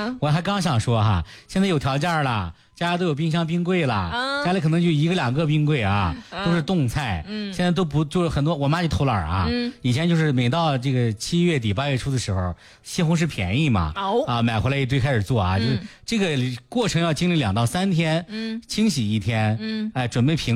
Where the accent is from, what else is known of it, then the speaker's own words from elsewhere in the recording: Shanxi, China; 我们山西人夏天的仪式就要来了。